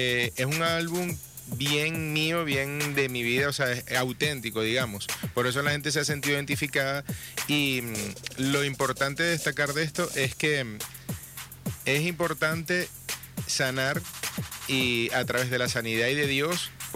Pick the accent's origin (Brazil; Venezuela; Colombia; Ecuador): Venezuela